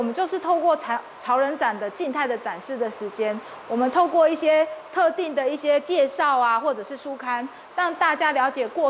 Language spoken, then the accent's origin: Chinese; Pingtung County, Taiwan; 香蕉一直是我们屏东人引以为傲的物产，凤梨也是，但是很多人不会知道。